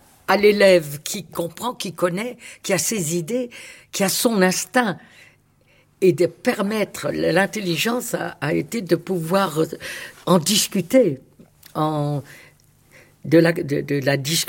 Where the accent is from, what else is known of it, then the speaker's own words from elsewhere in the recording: Hauts-de-France, France; accent: Nord; D'abord, me faire perdre mon accent du Nord. Qu'il a fallu que je reprenne.